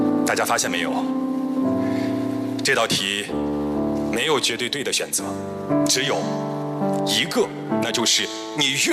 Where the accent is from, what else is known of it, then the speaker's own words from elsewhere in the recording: Guizhou, China; 因为我们贵州人天生敢闯敢拼，